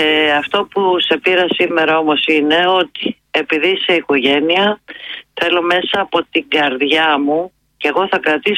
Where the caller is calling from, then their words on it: Cyprus; Εγώ είμαι από Κύπρο.